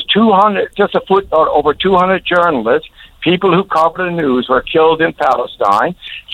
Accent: St. Bernard's, Newfoundland and Labrador, Canada; born there; I was born in St. Bernard's, Newfoundland.

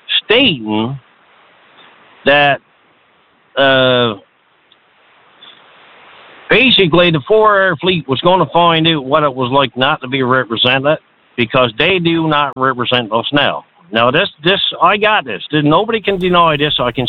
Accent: Port Saunders, Newfoundland and Labrador, Canada; from the West Coast of Newfoundland from Fort Saunders.

